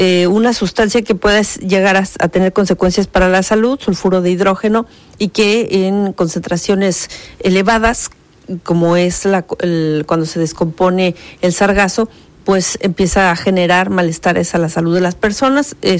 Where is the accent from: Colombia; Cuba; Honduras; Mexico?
Mexico; Y yo, como mexicano, ojalá no me tope con uno de esos parásitos